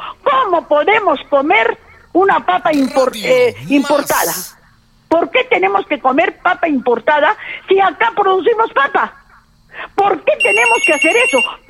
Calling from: Peru; Yo agradezco a mi pueblo de Carmen Alto

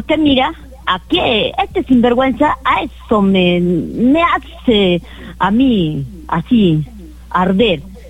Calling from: Arequipa, Peru; Te estoy llamando, pues, de acá de Villa Paraíso.

